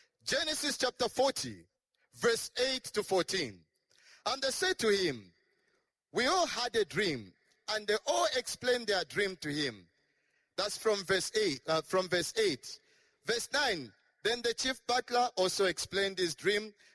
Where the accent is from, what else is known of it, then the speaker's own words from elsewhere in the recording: Lusaka, Lusaka Province, Zambia; English is a second language; When growing up in Lusaka, we only had UTH.